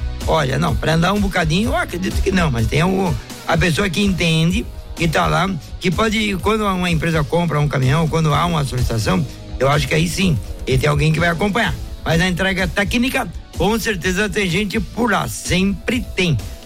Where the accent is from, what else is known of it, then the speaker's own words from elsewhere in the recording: Pérola, Paraná, Brazil; sou de Pérola, no Paraná. Também estou rumado agora pra cidade de Aparecida.